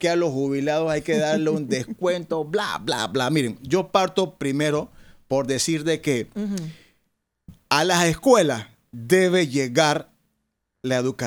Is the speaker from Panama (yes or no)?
yes; Panama; Final es o somos todos los panameños que dejamos de percibir ese dinero, no tu restaurante.